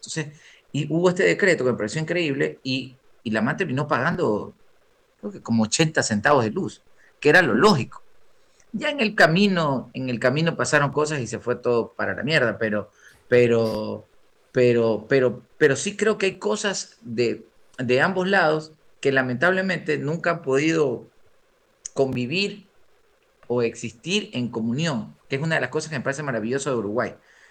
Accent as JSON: {"language": "Spanish", "country": "Ecuador", "said": "Yo, como ecuatoriano"}